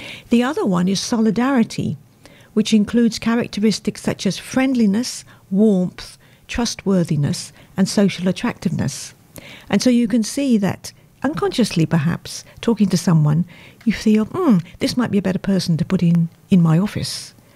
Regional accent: United Kingdom; accent: British; moved away as an adult; now in Australia; I remember growing up in Britain, half a century ago now

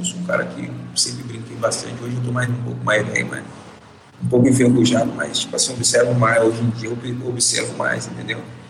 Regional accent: Brazil; moved away as an adult; also born or lived in Japan; Não pode cantar, cara, sou brasileiro.

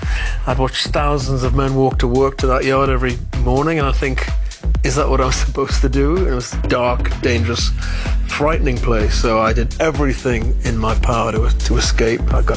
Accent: Wallsend, North East England, United Kingdom; moved away; I come from War's End, which is halfway between Newcastle and the North Sea, a shipyard town, a bit like Sunderland. And the end of my street, most of the year, was a giant ship blocking out the sun.

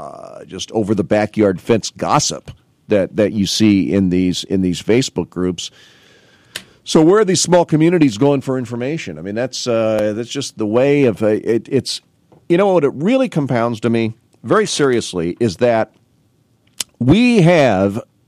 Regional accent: Canton, Illinois, United States; born or raised there

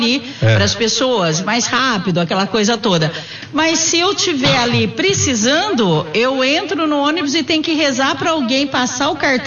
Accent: São João da Boa Vista, São Paulo, Brazil; moved away; São João da Boa Vista, a gente falava circular.

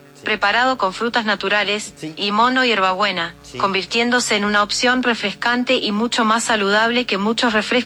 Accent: Argentina; now in Mexico; la argentina más mexicana.

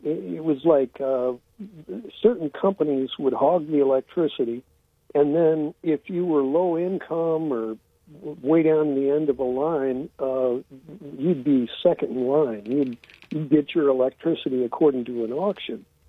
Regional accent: California, United States; Hey, I'm the guy from California

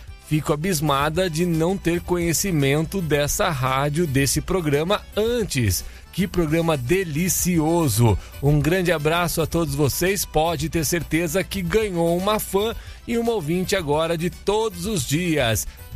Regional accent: Araras, São Paulo, Brazil; Tá na minha cidade aí de Araras

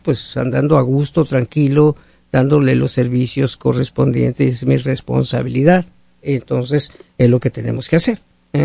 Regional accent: Mexico; moved away; yo que soy mexicano, dejé México, pero México no deja mi corazón.

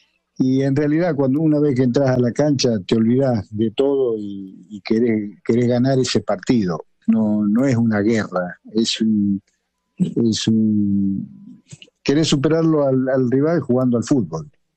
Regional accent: Argentina; Bueno, mira, la verdad que ya como argentino me cansa un poquito, ¿no?

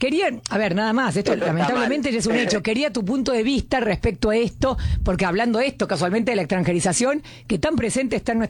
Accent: Argentina; Obviamente, como argentinos, también tenemos que hacernos cargo

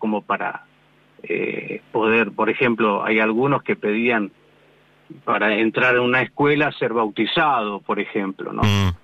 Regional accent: Buenos Aires, Argentina; now in Luján, Argentina; Nosotros somos porteños, vivimos en Luján, pero somos porteños.

